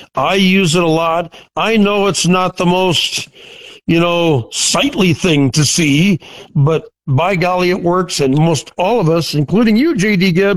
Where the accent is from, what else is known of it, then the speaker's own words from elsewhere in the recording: Gretna, Nebraska, United States; born there; being the old farm boy that I am from the Gretna area